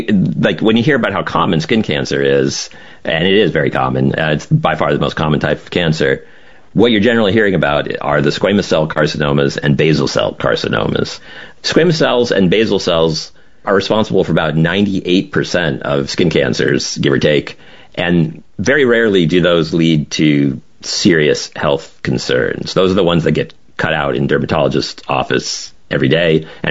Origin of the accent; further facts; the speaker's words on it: Florida, United States; Like, I grew up in Florida in the 80s and 90s.